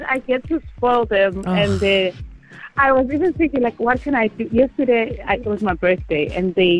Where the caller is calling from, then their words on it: Durban, KwaZulu-Natal, South Africa; We stay in Durban. Mm-hmm. I'm staying in Morningside.